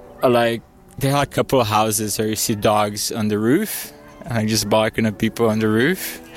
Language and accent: English; Brazil; now in Alice Springs, Australia; I'm Brazilian are Queenslanders. Even people from Alice, they'd normally think I'm French for my accent.